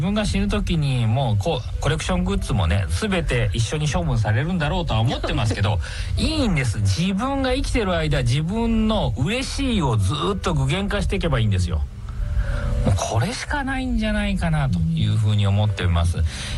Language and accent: Japanese; Nishio, Aichi, Japan; 私愛知県西尾市の西尾高校出身なんですけど